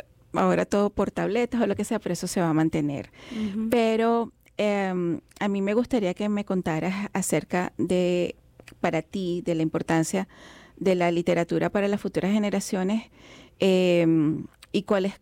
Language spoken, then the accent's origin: Spanish; Caracas, Capital District, Venezuela; yo nunca tuve la oportunidad de ir a Mérida, a esa área. Entonces, yo soy de Caracas